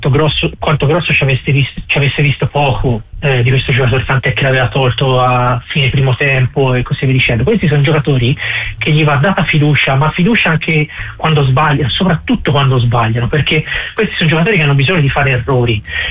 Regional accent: Pistoia, Tuscany, Italy; now in abroad; Io che sono nato a Pistoia in mezzo ai gobbi

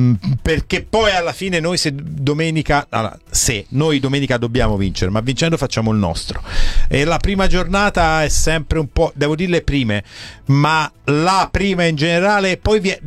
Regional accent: Livorno, Tuscany, Italy; anch'io sono di Livorno, mai, cioè, lo dico sempre, ho simpatia per la mia squadra della città

